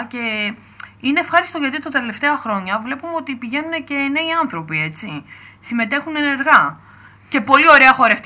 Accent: Kavala, East Macedonia and Thrace, Greece; από την πόλη μου, από την Καβάλα

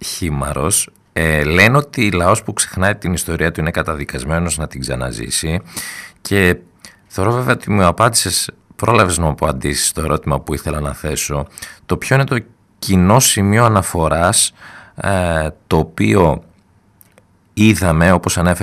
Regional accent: Greece; σαν Έλληνες, σαν έθνος

